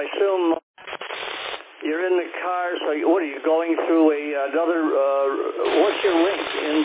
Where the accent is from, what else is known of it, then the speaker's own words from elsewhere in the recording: Massena, New York, United States; now in Penfield, United States; I'm originally from Messina